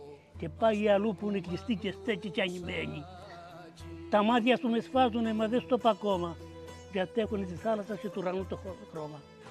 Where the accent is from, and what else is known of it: Crete, Greece